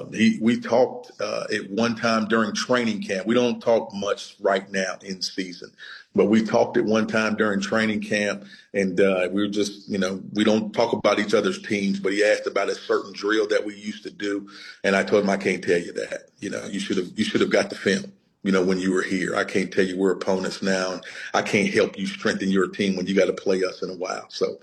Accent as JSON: {"language": "English", "town": "Charlotte", "region": "North Carolina", "country": "United States", "tie": "born or raised there", "said": "I'm also a Charlottean. I'm from Charlotte, North Carolina. I went to middle school here. I went to high school at East Mecklenburg High School."}